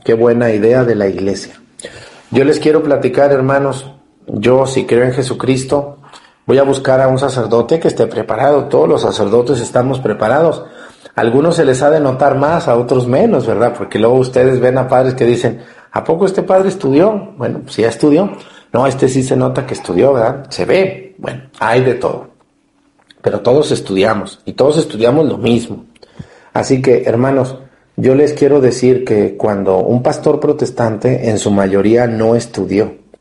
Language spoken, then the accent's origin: Spanish; Mexticacán, Jalisco, Mexico; pero este es mi pueblo, Mexicacán. Yo allí nací y yo quiero a mi pueblo.